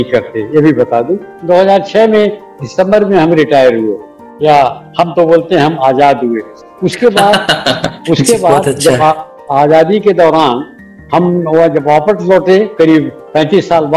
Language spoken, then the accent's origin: Hindi; Gorakhpur, Uttar Pradesh, India; सब परिवार हमेशा भारत में रहा, गोरखपुर जो हमारा होम टाउन है यहीं पर था।